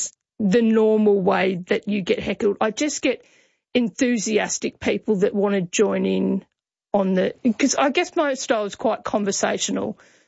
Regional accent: Albury, New South Wales, Australia; then it's Albury, which I'm very excited because that's my hometown.

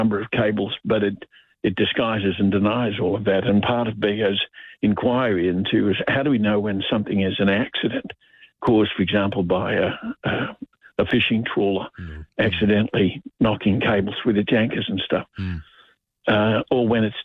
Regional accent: Australia; As an Australian, you want to understand where we're at, read the report from the ANU.

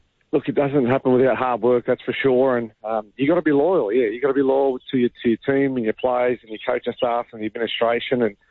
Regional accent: Newcastle, New South Wales, Australia; I obviously got to represent my hometown

